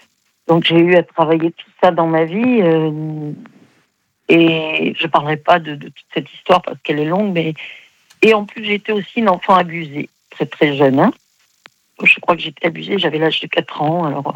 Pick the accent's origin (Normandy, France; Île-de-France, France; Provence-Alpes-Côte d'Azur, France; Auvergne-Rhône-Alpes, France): Provence-Alpes-Côte d'Azur, France; Aix-en-Provence